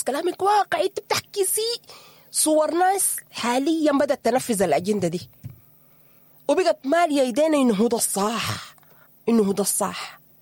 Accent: Sudan; ونحن شعب سوداني شغالين بعواطفنا

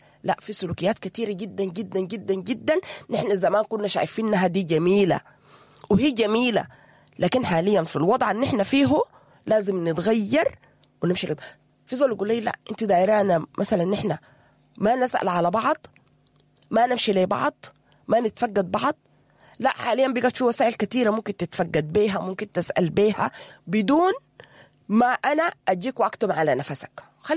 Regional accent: Sudan; نحن كسودانيين

